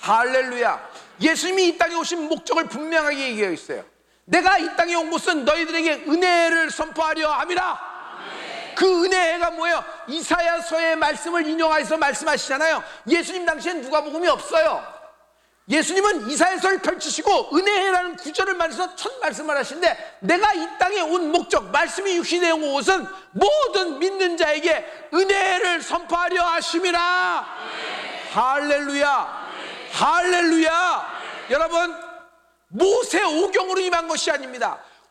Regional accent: South Korea; 그러면 나는 한국인입니다. 난 유대인이 아니에요.

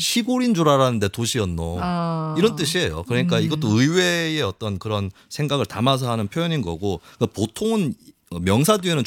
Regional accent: Gyeongsang, South Korea; 제가 경상도 출신인데요.

